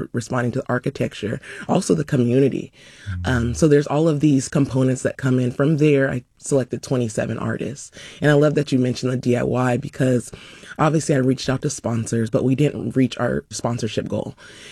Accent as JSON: {"language": "English", "town": "Sacramento", "region": "California", "country": "United States", "tie": "born or raised there", "said": "growing up in Sacramento, I've walked past that building hundreds of times, wondering what it was."}